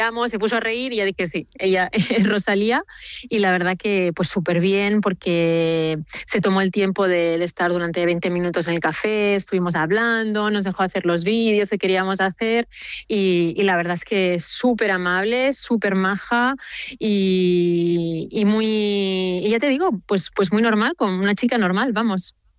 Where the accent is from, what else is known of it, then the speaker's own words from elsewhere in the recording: Barcelona, Catalonia, Spain; moved away as an adult; now in Paris, France; yo, siendo española de Barcelona, siempre había pensado, yo llevo 13 años en París